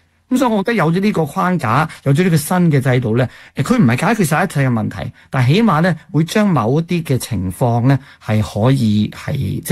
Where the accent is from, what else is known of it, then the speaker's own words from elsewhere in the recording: Canada; 我哋加拿大人